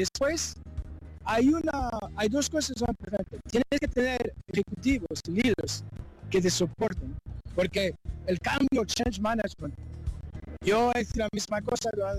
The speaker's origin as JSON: {"language": "Spanish", "country": "France", "second_language": "Spanish", "said": "Soy francés y pares españoles, entonces el español de vez en cuando"}